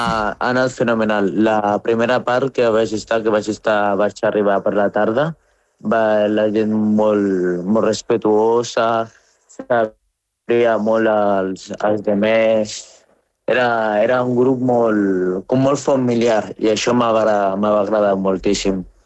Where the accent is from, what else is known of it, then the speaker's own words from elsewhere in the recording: Algeria; moved away as an adult; now in Spain; Jo soc d'Algèria. Vaig arribar a Porto 3 anys aquí en Espanya.